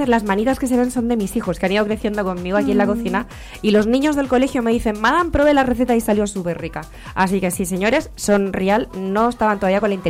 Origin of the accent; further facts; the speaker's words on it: Catalonia, Spain; moved away; Soy catalana, parlo catalá